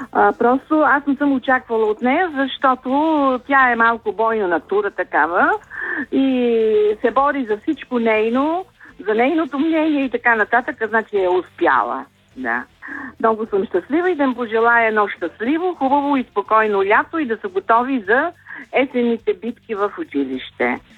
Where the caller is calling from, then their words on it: Sofia, Sofia City, Bulgaria; съм от София.